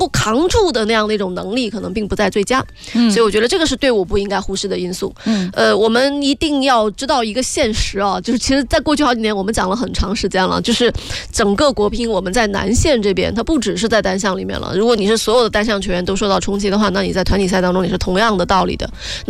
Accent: China

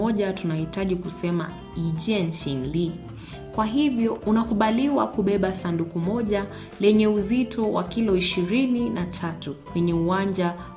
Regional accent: Nairobi, Kenya; Kung Lili na Kensha Oshwai wanasafiri kuelekea Nairobi, huku Kenya. Huu ni mji wangu wa nyumbani.

